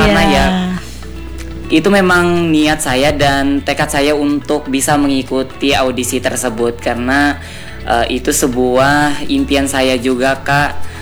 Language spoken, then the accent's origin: Indonesian; Danau Sembuluh District, Central Kalimantan, Indonesia; Okay. Aku berasal dari Kabupaten Seruyan, tepatnya di Kecamatan Danau Sembulu.